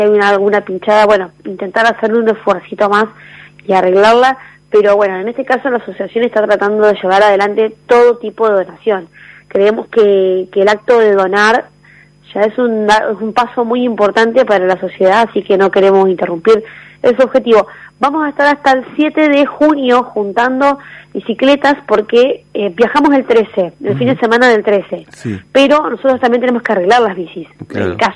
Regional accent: Santa Fe, Argentina

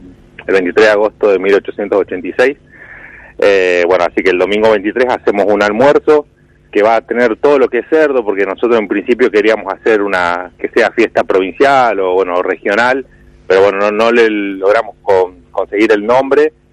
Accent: Santa Fe, Argentina; yo soy de Santa Fe

